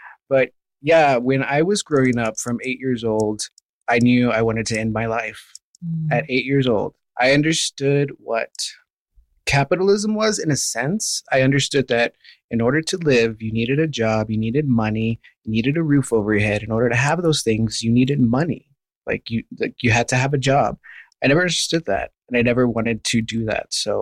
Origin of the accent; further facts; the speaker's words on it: Texas, United States; moved away as an adult; now in New Mexico, United States; I'm originally from Texas, and I moved to New Mexico in 2020.